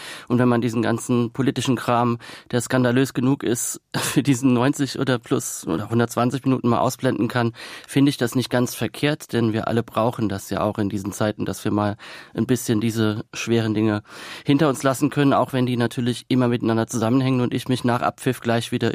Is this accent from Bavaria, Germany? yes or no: no; Kaiserslautern, Rhineland-Palatinate, Germany; moved away as an adult; Und ich bin dann aus Kaiserslautern, aus der Pfalz, wo ich herkomme, relativ früh mit 20 Jahren weggegangen und war mir sicher, dass ich nie wieder zurückgehen würde.